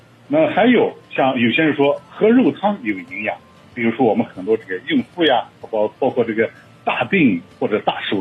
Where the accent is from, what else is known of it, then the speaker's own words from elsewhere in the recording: Xinjiang, China; 我们新疆人在中午12点到12点半左右可能会有稍微有点的感觉饿